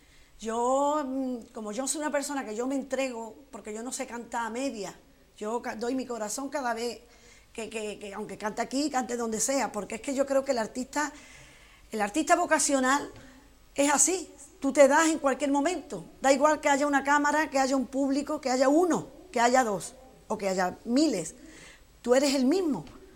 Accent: Jerez de la Frontera, Andalusia, Spain

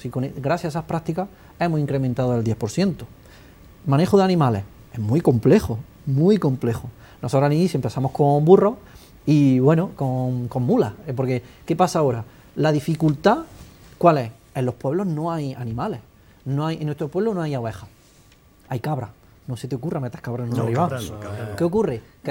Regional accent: Jaén, Andalusia, Spain; somos de Jaén, estamos acostumbrados al olivar, tenemos mucha familia, muchos amigos

